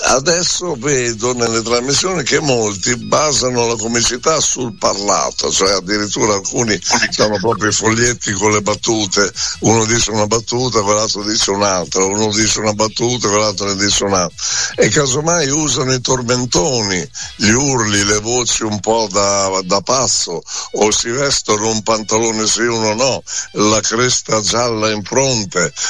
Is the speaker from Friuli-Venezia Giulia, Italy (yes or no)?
no; Bologna, Emilia-Romagna, Italy; born there; Mio papà poi venne a Bologna, incontrò mia madre, io sono nato a Bologna, però